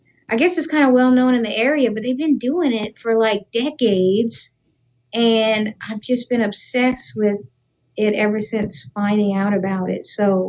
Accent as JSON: {"language": "English", "town": "Thibodaux", "region": "Louisiana", "country": "United States", "tie": "born or raised there", "said": "But, you know, just growing up in Thibodaux, I had a lot of traditional artists in my family."}